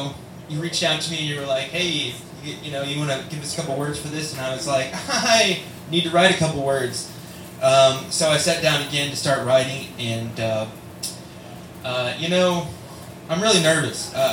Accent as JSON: {"language": "English", "town": "Louisville", "region": "Kentucky", "country": "United States", "tie": "born or raised there", "said": "I am from Louisville."}